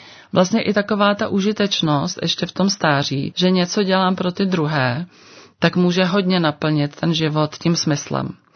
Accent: Plzeň, Plzeň Region, Czechia; já pocházím z Plzně

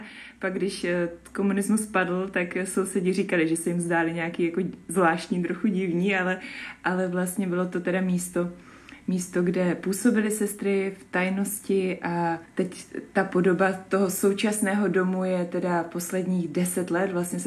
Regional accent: South Moravian Region, Czechia; pocházím od Brna, teď jsem zase v komunitě znova zpátky v Brně, teď poslední druhým rokem

